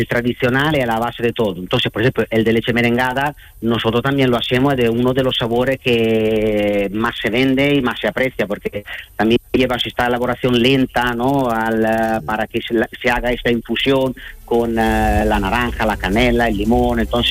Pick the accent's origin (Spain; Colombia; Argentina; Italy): Italy; nosotros como italianos nacemos con el helado